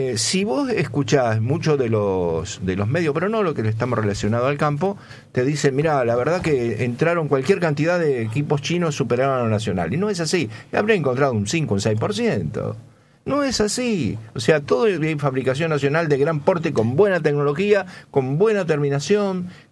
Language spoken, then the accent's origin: Spanish; Argentina; nos agrandamos como argentinos